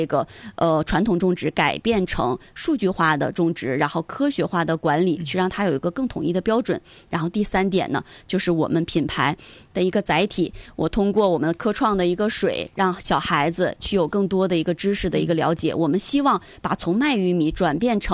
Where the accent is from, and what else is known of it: Jilin, China